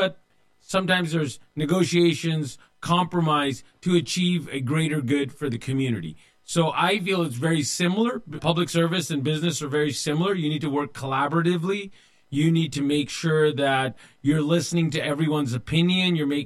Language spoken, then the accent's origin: English; Modesto, California, United States; were here first generation from India. Both me and my brother went to public schools here in Modesto, born and raised in Modesto. And we both wore an article of faith as our practicing aspect of our religion, the Sikh religion.